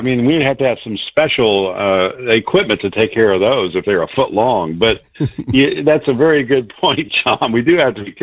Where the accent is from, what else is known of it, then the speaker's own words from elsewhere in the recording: West Virginia, United States; moved away; I grew up in West Virginia